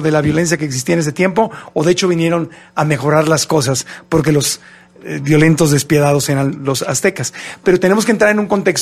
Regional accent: Mexico; los mexicanos pues no somos ni españoles ni indígenas. Algunos serán 100% indígenas o 100% españoles, pero la inmensa mayoría somos una mezcla, somos mestizos, somos una mezcla de los dos.

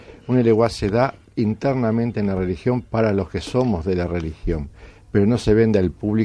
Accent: Uruguay; also born or lived in Italy; now in Spain; soy uruguayo.

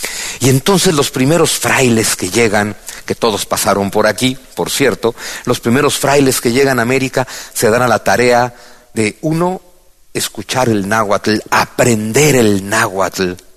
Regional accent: Mexico; Afortunadamente no soy el único mexicano que está en la batalla en la que yo estoy.

